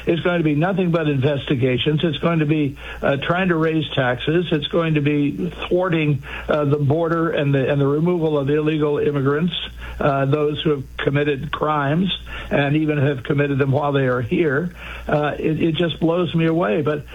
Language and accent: English; Washington, United States; And I was born in Washington. I grew up there, went to school there. and spent most of my life in Washington, the Washington area.